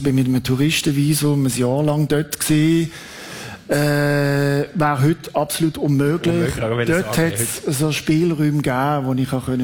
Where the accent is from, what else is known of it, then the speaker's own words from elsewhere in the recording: Switzerland; schau, ich bin Schweizer, mir ist da, ich bin neutral, ich laufe jetzt da rein.